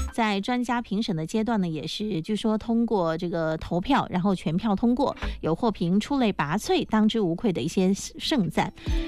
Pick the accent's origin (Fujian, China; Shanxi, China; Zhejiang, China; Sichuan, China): Fujian, China; Quanzhou; 我们泉州人就是崇文还有重教、文风昌盛、人文荟萃的文化自信和自我定位